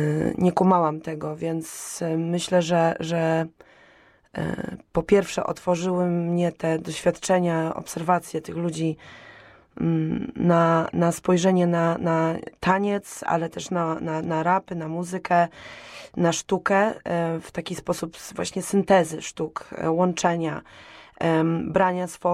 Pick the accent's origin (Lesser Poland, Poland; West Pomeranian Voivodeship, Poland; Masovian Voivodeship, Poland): Lesser Poland, Poland; Nowy Targ; ja pochodzę z Podhala, z Nowego Targu.